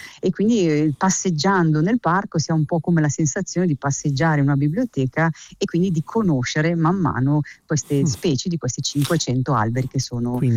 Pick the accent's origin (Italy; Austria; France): France; Italian is a second language; Sono francese.